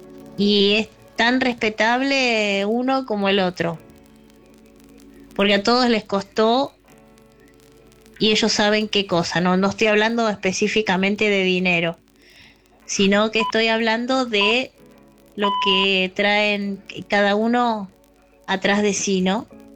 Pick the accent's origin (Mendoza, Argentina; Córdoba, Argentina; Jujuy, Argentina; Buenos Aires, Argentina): Buenos Aires, Argentina; Les mando un fuerte abrazo. … de Caballito.